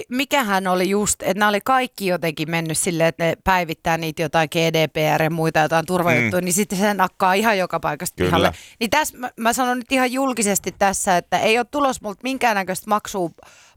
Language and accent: Finnish; Vantaa, Uusimaa, Finland; pienenä aina Martinlaaksossa mentiin tämmöiseen.